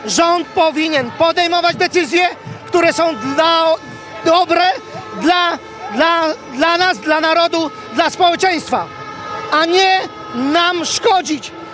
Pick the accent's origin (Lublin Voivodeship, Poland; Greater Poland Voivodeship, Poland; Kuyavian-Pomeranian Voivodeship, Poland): Lublin Voivodeship, Poland; Puławy; Przyjechałem z Puław, województwo lubelskie.